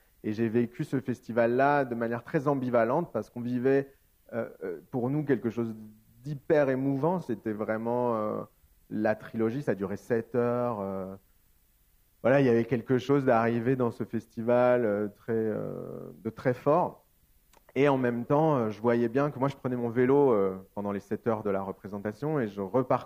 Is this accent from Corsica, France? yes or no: no; Avignon, Provence-Alpes-Côte d'Azur, France; Effectivement, je suis né à Avignon, j'ai grandi dans un quartier qui s'appelle la Croix des Oiseaux, qui est en dehors des remparts. Et puis après, j'ai habité au Pont des Deux Eaux.